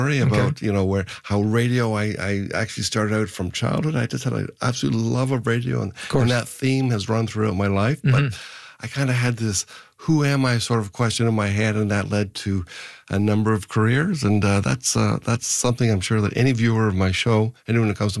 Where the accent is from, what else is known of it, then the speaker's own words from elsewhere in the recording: Toronto, Ontario, Canada; also born or lived in Kingston; so I was born in Kingston, Ontario, but as we moved around, my father worked for a large company called DuPont, and as he sort of worked his way up the ranks, we eventually got moved to the Toronto area, which is where head office was.